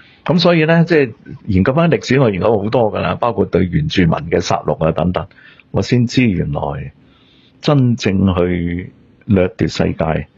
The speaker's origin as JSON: {"language": "Cantonese", "country": "China", "said": "所以我覺得我作為一個中國人，我應該盡我嘅力量翻去中國"}